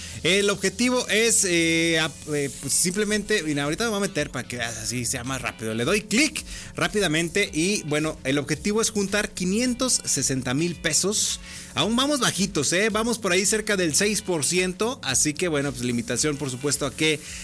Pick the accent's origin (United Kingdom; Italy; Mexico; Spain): Mexico; pero pues aún así celebramos que somos mexicanos